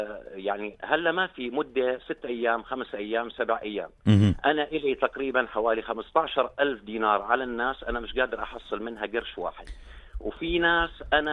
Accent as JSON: {"language": "Arabic", "country": "Jordan", "said": "عندنا في الأردن"}